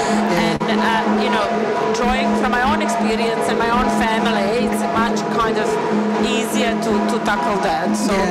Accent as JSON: {"language": "English", "country": "Bosnia & Herzegovina", "moved": "as an adult", "said": "Like I came from Bosnia during the Civil War, back 24, 5 years ago."}